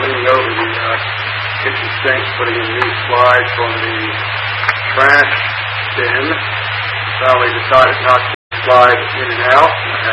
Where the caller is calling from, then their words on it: Roanoke, Virginia, United States; I'm calling from Virginia, Roanoke, Virginia, to be exact.